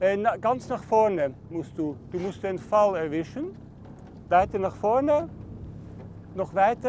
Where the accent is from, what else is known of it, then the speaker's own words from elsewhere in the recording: Netherlands; moved away as an adult; now in Germany; Als Holländer ist man immer dabei, die Leute zusammenzubringen.